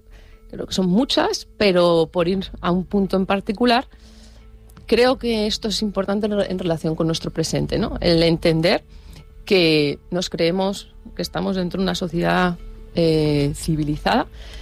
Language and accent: Spanish; Madrid, Community of Madrid, Spain; moved away; also born or lived in Canary Islands; Y yo me considero, otro tema con el que estoy trabajando, que me apetece mucho seguir andando sobre él, que soy madrileña, ¿no? Soy una mezcla entre las islas y Madrid.